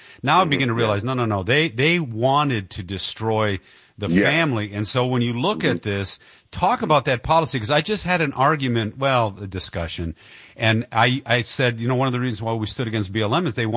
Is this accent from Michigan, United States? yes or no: yes; Detroit, Michigan, United States; I grew up in Detroit, sir.